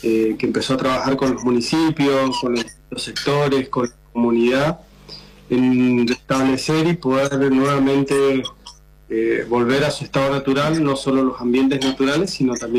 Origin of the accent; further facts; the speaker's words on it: Argentina; de lo que somos como argentinos.